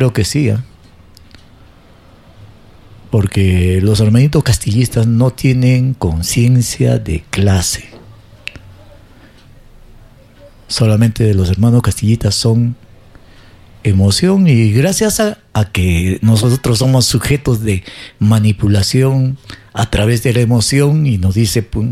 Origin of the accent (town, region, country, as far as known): Peru